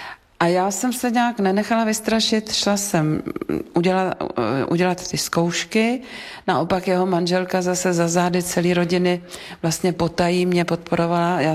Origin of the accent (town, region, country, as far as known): Vysočina Region, Czechia; born there